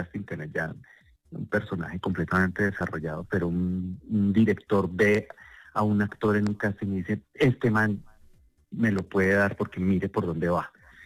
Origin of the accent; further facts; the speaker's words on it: Colombia; yo era colombiano